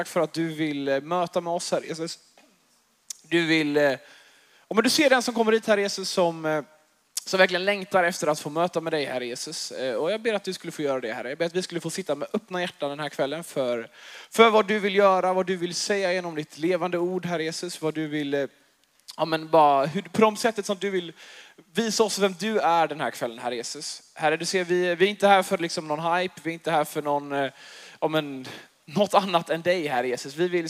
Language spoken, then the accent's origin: Swedish; Älvängen, Västra Götaland County, Sweden; now in Eskilstuna, Sweden; Jag kommer egentligen från Älvängen. Yes, där har vi dem. En liten plats utanför Göteborg.